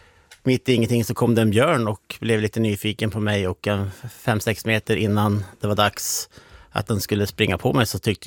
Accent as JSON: {"language": "Swedish", "town": "Sidensjö", "region": "Västernorrland County", "country": "Sweden", "said": "Jag är från Sidensjö"}